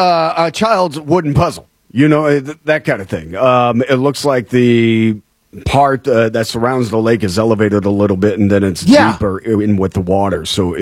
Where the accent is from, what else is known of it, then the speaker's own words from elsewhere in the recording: Indiana, United States; And I grew up around Lake Manitow